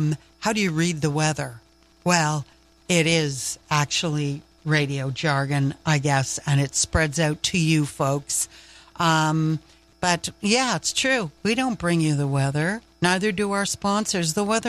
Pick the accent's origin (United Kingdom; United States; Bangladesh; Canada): Canada; the Maritimes; Even though I'm from the Maritimes and everything is just about all good, you don't say I'm good, you say I'm well.